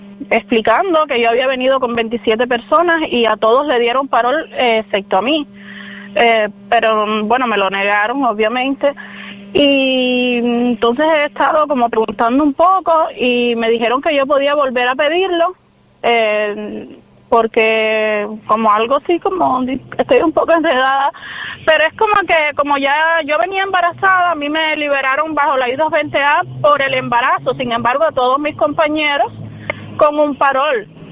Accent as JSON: {"language": "Spanish", "country": "Cuba", "moved": "as an adult", "lives_now": "United States", "said": "soy cubana y entré en el 2023, 18 de mayo del 2023, en lancha, junto a 27 compañeros, pero yo venía embarazada desde Cuba"}